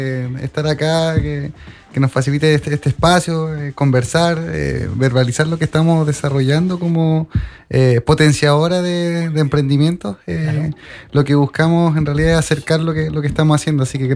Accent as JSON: {"language": "Spanish", "town": "Queilén", "region": "Los Lagos", "country": "Chile", "said": "Pero es bonito estar acá en Chiloé. O sea, yo soy de Keilen. He estado en otras partes, pero es bonito estar desde acá levantando esta iniciativa"}